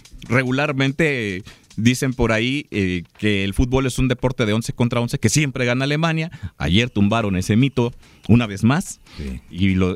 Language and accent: Spanish; Mexico; para nosotros como mexicanos